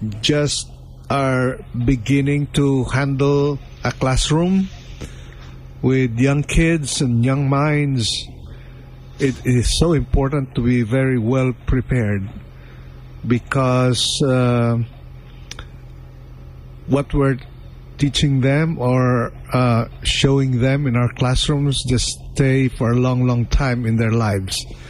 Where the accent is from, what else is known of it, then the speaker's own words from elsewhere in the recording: Philippines; moved away as an adult; now in United States; And I was a newbie from the Philippines.